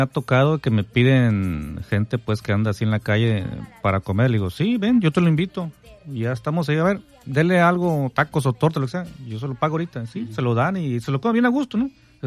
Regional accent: Mexico; como el mexicano, siempre somos buenos samaritanos

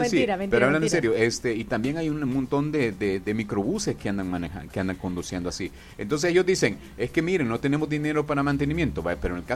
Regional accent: El Salvador; Siempre, no sé por qué, pero como salvadoreños tenemos esa situación que somos, apagamos incendios y no los prevenimos.

